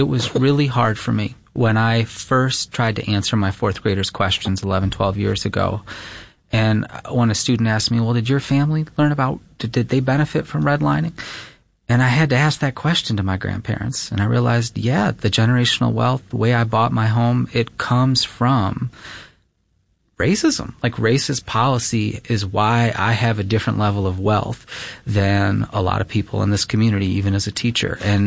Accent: Webster, New York, United States; in my school growing up in Webster

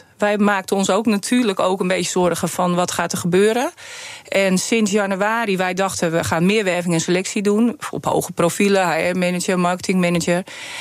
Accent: North Holland, Netherlands; Ik kom zelf uit West-Friesland, daar zijn we ook groot geworden met Baanrijk.

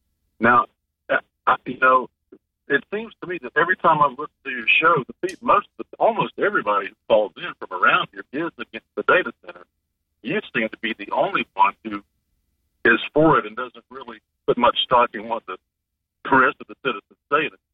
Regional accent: Atlanta, Georgia, United States; out here about 3 years ago, so I don't know a lot about local politics like you do and everything. I came from Atlanta

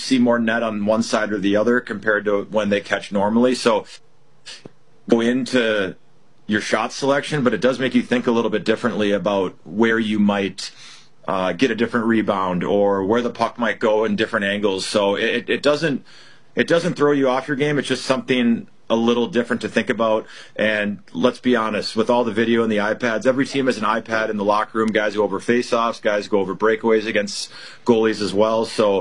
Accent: Minnesota, United States; why are you guys speaking to me in a Welsh accent? Like, what's going on here? I'm from Minnesota.

